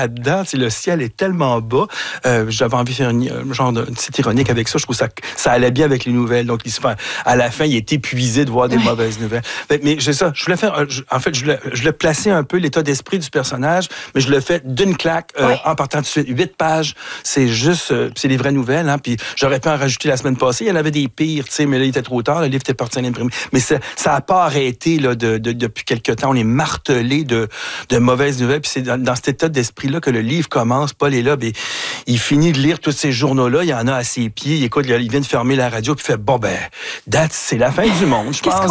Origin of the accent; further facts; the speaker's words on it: Montreal, Quebec, Canada; Je suis un vrai Montréalais né ici. J'ai jamais traversé les ponts, mais presque.